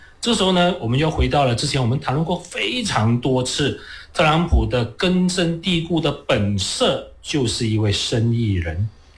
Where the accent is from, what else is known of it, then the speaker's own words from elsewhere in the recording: Malaysia; 这涉及到我们马来西亚华人在当下的族群局势跟族群政治的这样的一种考量。